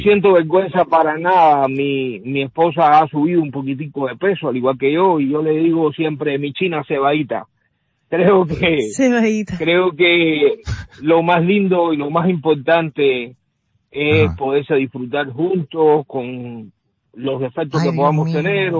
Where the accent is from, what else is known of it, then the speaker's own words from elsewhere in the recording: Cuba; moved away as an adult; Y somos cubanos, llegamos aquí hace 2 años y estamos aquí emprendiendo la vida, comenzando. Tú sabes, uno viene de Cuba hambriado, como dice el buen cubano. Después de pasar hambre 40 años en Cuba